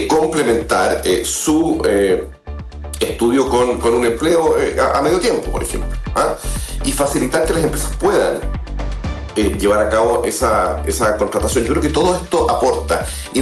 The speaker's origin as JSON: {"language": "Spanish", "country": "Chile"}